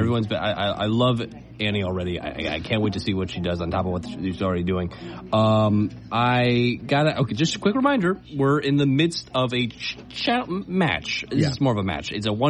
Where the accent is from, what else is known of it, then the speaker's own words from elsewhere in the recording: Agawam, Massachusetts, United States; now in Easthampton, United States; Well, I'm from Agawam